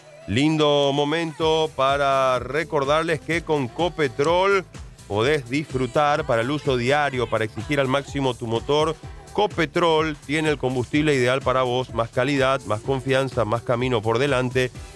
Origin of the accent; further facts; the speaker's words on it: Paraguay; Ahora, lo que no puede ocurrir es que nosotros, como paraguayos